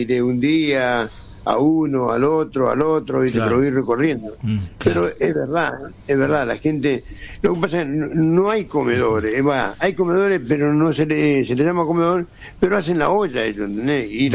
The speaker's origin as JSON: {"language": "Spanish", "country": "Argentina", "said": "yo soy argentino."}